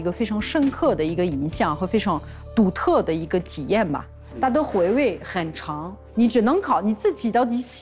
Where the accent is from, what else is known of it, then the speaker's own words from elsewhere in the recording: France; Chinese is a second language; moved away; 我是比较有特色的法国人